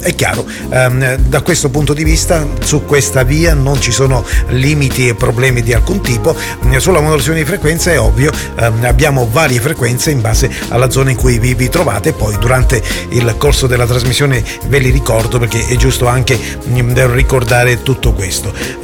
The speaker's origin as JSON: {"language": "Italian", "region": "Calabria", "country": "Italy", "said": "qui dalle nostre parti, nella bella Calabria"}